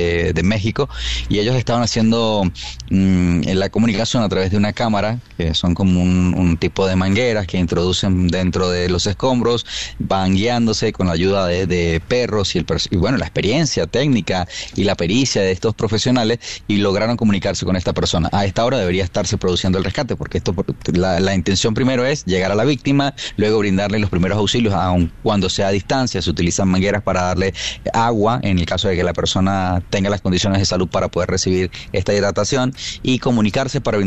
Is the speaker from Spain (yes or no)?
no; Venezuela; now in Caracas, Venezuela